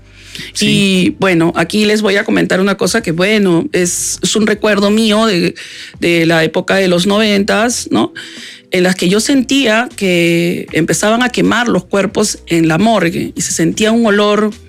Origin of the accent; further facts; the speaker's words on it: Lima, Peru; Yo nací a media cuadra de la Plaza Italia, en el antiguo Hospital San Bartolomé. Uh-huh. Viví en la cuadra 8 del Jirón Junín, en una quinta de 26 casas. Y bueno, mi niñez fue la Plaza Italia, detrás del Congreso y el Carmen